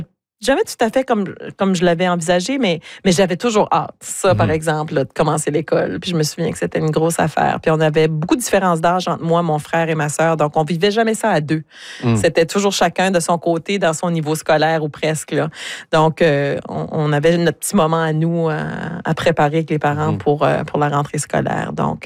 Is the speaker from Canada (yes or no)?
yes; Burnsville, New Brunswick, Canada; Partir de chez nous à Burnsville jusqu'à Paquetteville, puis après ça jusqu'à Caraquet.